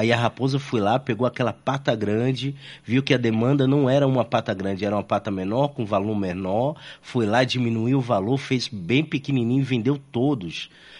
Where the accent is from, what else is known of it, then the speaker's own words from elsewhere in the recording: Salvador, Bahia, Brazil; born there; moved away; also born or lived in Rio de Janeiro; Eu sou solteiro paulitano, nasci em Salvador, Bahia, mas fiquei mais tempo no Rio de Janeiro, 21 anos no Rio de Janeiro.